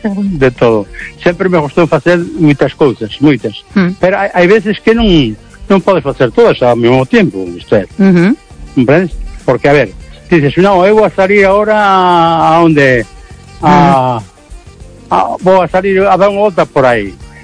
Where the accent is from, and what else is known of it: Cangas, Galicia, Spain